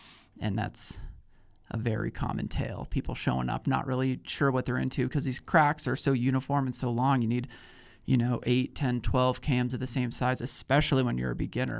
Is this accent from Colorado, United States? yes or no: yes; Boulder, Colorado, United States; moved away as an adult; even though I grew up in Boulder